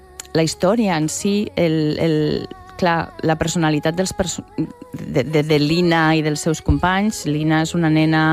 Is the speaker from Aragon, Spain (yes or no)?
yes; Zaragoza, Aragon, Spain; moved away as an adult; now in Catalonia, Spain